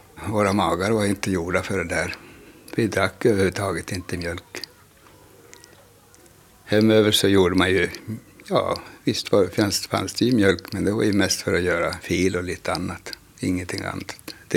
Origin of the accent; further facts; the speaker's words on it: Övre Soppero, Norrbotten County, Sweden; I mina hemtrakter kunde de äldre norska mer än svenska.